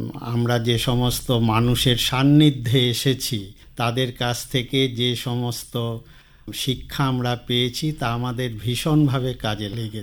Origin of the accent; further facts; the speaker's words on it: Baharampur, West Bengal, India; আমার জন্ম বহরমপুরে।